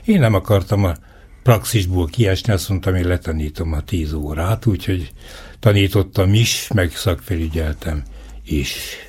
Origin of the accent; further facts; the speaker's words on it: Eger, Heves, Hungary; érdekes dolog, hogy tűzgyökeres egriként a fiam Sopronban, a lányom meg Zalaegerszegen született